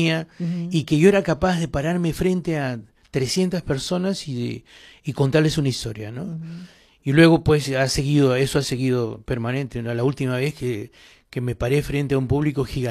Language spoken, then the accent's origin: Spanish; Ayacucho, Peru; vengo de Ayacucho